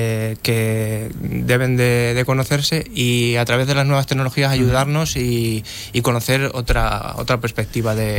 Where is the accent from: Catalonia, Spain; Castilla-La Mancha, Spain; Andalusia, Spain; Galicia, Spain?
Castilla-La Mancha, Spain; Talavera de la Reina; now in Cuenca, Spain; Yo soy de Talavera de la Reina, pero llevo 20 años aquí en Cuenca ya.